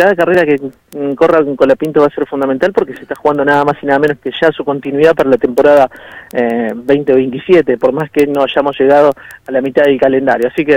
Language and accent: Spanish; Santa Cruz, Argentina; born there; crecimos viendo la señal